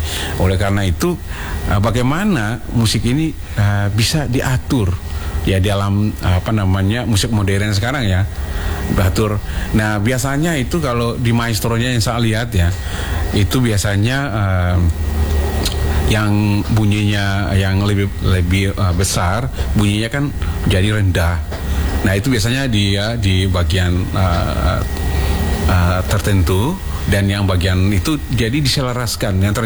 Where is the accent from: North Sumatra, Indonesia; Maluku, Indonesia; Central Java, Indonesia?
Maluku, Indonesia; Nah, karena kita orang Maluku ini ya, identik dengan musik, sering disampaikan ya dena orang musik itu, orang Ambon itu musik. Nah, sejak lahir sudah nyanyi.